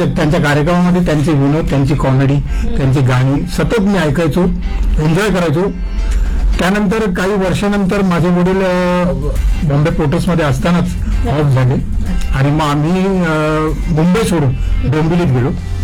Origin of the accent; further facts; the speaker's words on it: Mumbai, Maharashtra, India; मी आधी मुंबईत राहायचो. वरळी कोळीवाडा हे माझं गाव आणि कोळीवाडा म्हटलं की संपूर्ण कोळ्यांचं गाव होते